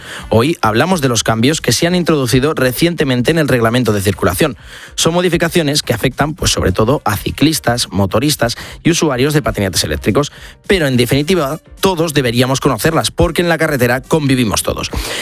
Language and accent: Spanish; Tarancón, Castilla-La Mancha, Spain; de mi pueblo, de Tarancón, de Cuenca